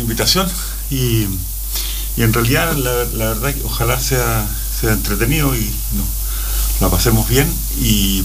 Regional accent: Talca, Maule, Chile; born there; moved away as an adult; also born or lived in Concepción, Chile / Santiago, Chile; Bueno, si bien nací en Concepción, aprendí a jugar básquetbol en Talca.

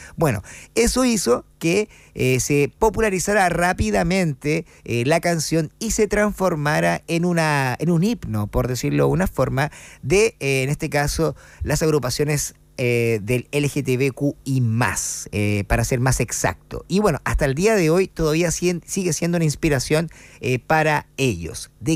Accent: Chile; y soy chileno nomás.

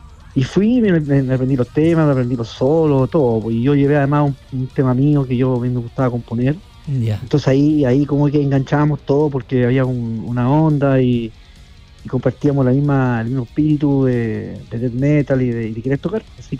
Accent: Santiago, Santiago Metropolitan Region, Chile; Somos de la Florida, acá en Santiago, y en un barrio ahí bien popular

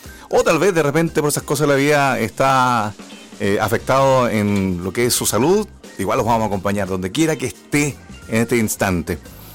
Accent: Chile; nosotros los chilenos

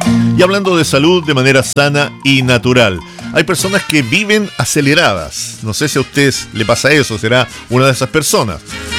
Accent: Chile; nosotros acá en Chile hablamos español, castellano, chileno

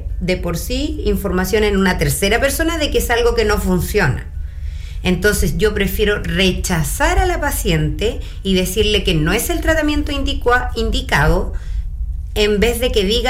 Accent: Chile

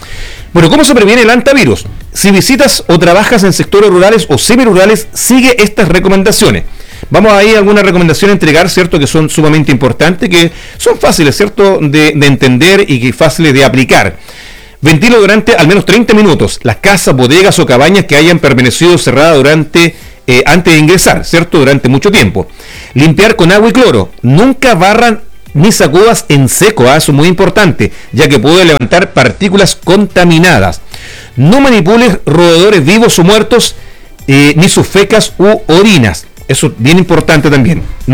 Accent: Chile; como chilenos debemos sentirnos orgullosos.

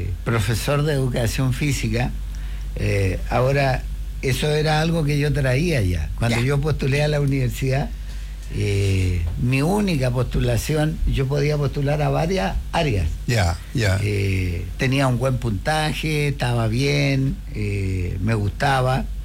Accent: Chillán, Ñuble, Chile; born there; moved away as an adult; now in Patagonia, Chile; yo soy un guaso chillanejo, digo yo, porque nací en Chillán.

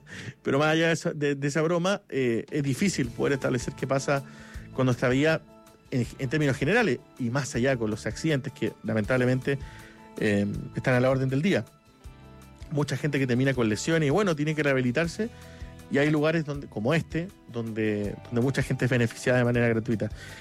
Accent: Magallanes, Chile; yo lo pongo acá porque, bueno, soy magallánico, conozco perfectamente esto

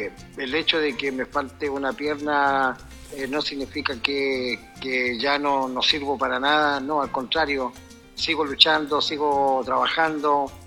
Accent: Tierra Amarilla, Atacama, Chile; born there; also born or lived in Copiapó

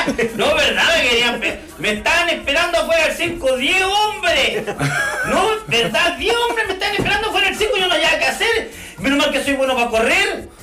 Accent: Punitaqui, Coquimbo, Chile; Somos de acá, somos de Punitaqui

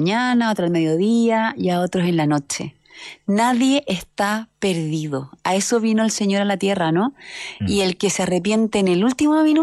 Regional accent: Rancagua, O'Higgins, Chile; Yo soy de Rancagua

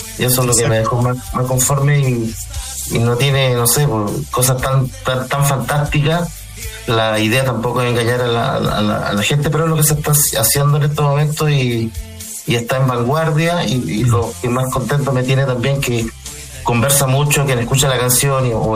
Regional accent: Copiapó, Atacama, Chile; now in La Serena, Chile; Yo soy de provincia, soy de La Serena, soy copiapino, pero viviendo en La Serena.

